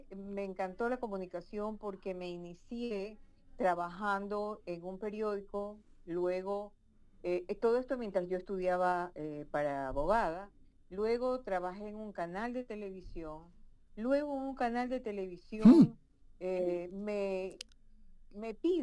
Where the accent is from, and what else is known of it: Guayaquil, Guayas, Ecuador; born there; also born or lived in Manabí; now in Quito, Ecuador